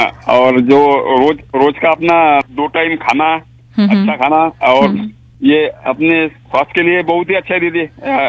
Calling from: Washim district, Maharashtra, India; मैं गोवर्धन जिला वाशिम महाराष्ट्र से … बोल रहा हूँ

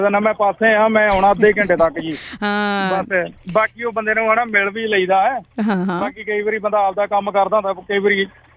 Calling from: Firozpur district, Punjab, India; madam ਅਸੀਂ ਫਿਰੋਜ਼ਪੁਰ ਤੋਂ ਸਾਡਾ ਪਿੰਡ ਜ਼ਿਲ੍ਹਾ ਸਾਡਾ ਫਿਰੋਜ਼ਪੁਰ ਹੈ ਜੀ ਪਿੰਡ ਸਾਡਾ ਸ਼ੇਰਪੁਰ ਤਖਤੂ ਵਾਲਾ ਤੇ ਬੋਲਦੇ ਹਾਂ

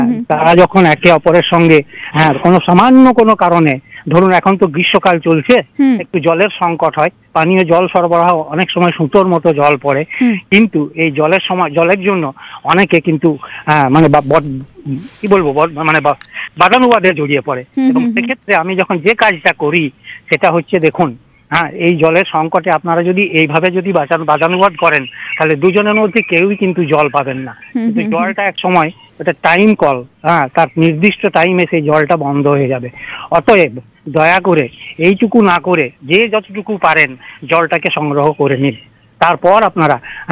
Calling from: Dubrajpur, West Bengal, India; হ্যাঁ নমস্কার দিদি, আমি পশ্চিমবঙ্গের বীরভূম জেলার দুবরাজপুর থেকে … কথা বলছি।

